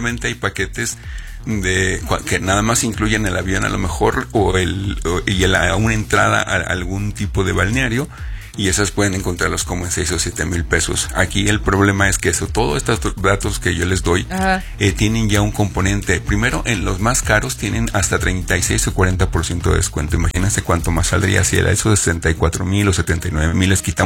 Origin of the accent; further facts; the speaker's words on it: Mexico; somos estos mexicanos que hasta 7 de cada 10 lo hacemos de último momento